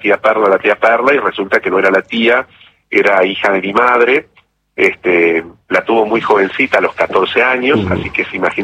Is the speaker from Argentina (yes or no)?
yes; Río Cuarto, Córdoba, Argentina; Yo nací en Río Cuarto, al uh-huh. sur de la provincia de Córdoba.